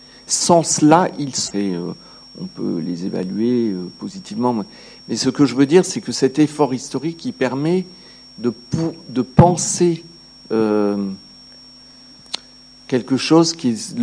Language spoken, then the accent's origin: French; France; Je suis un nous éloigné parce que je suis française de nationalité, donc évidemment le pays là, il y a un nous éloigné